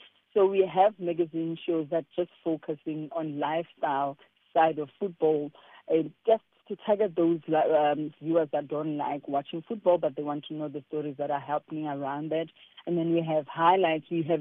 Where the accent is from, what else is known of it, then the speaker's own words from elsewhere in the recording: South Africa; I am a South African through and through